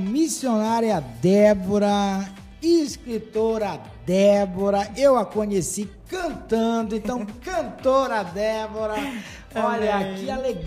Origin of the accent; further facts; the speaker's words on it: Pará, Brazil; now in Roraima, Brazil; Eu não sou roraimense, sou paraense, estou aqui há 16 anos, no estado